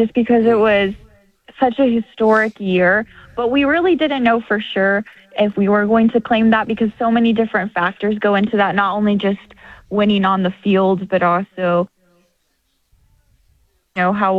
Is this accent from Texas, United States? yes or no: yes; Dallas, Texas, United States; now in Tucson, United States; I am from Dallas